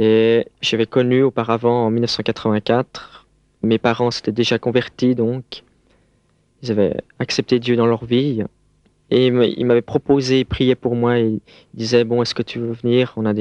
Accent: Geneva, Switzerland; Je suis né à Genève il y a 23 ans avec des copains, on a formé une bande et on a commencé à semer un peu le désordre un peu partout dans la ville de Genève.

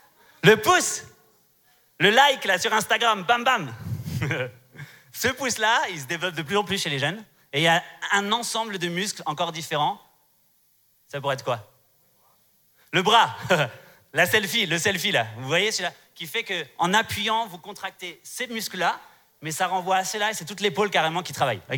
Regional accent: Strasbourg, Grand Est, France; Je viens de Strasbourg, je vous l'ai dit hier, pour ceux qui viennent là cet après-midi, Strasbourg, c'est en France, ok? C'est sur la bordure allemande, mais c'est en France.

